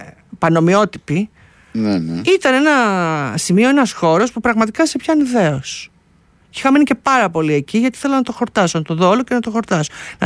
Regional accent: Athens, Attica, Greece; Εγώ που δεν είμαι από πουθενά, είμαι από την Αθήνα

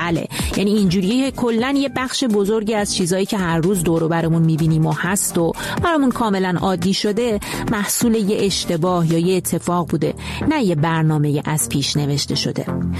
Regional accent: Iran; بله ما ایرانی ها یه هدیه فرهنگی به کل دنیا دادیم

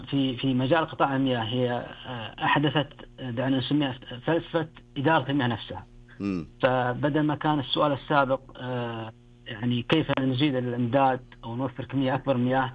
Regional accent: Saudi Arabia; الفكرة مهمة جدا في عندنا في السعودية بالذات،

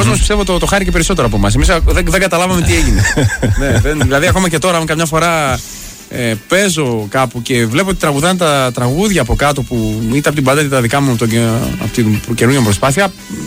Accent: Thessaloniki, Central Macedonia, Greece; also born or lived in Paris, France; Έλληνας Θεσσαλονικιός βέβαια. Ήρθα 5 χρονών με τους γονείς μου από Γαλλία, Ελλάδα και από τότε δεν έφυγα από τη Θεσσαλονίκη καθόλου.

